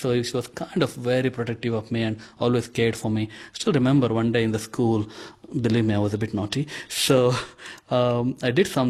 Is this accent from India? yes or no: yes; India; first language Konkani; English is a second language; So first song I picked up is called … That's my mother tongue.